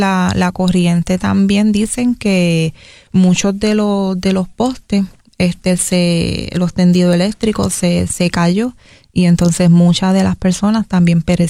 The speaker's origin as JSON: {"language": "Spanish", "town": "Humacao", "country": "Puerto Rico", "tie": "born there", "said": "mi pueblo, Humacao"}